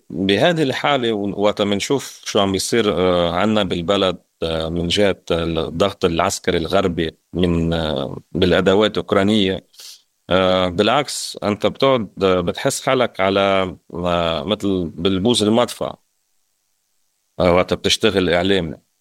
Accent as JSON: {"language": "Arabic", "country": "Russia", "tie": "born or raised there", "second_language": "Arabic", "lives_now": "Beirut, Lebanon", "said": "نروحها ولو إجازة صغيرة نشوف قرايبينا، و بالمبدأ لبنتي لتشوف روسيا وبتضل يعني إلى انتماء لبلدها."}